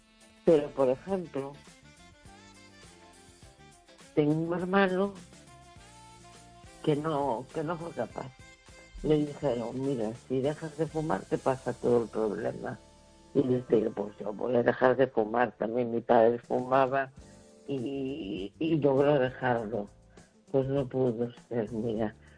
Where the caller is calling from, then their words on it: A Coruña, Galicia, Spain; de La Coruña.